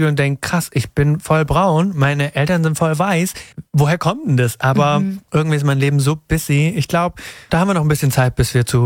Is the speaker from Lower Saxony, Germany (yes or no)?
no; Leonberg, Baden-Württemberg, Germany; Das ist genau die Mitte zwischen Leonberg, da wo ich herkomme, und Stuttgart.